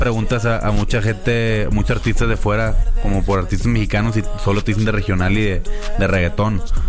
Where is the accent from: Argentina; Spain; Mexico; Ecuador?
Mexico; Soy más mexicano que Pancho Villa, para que sepan.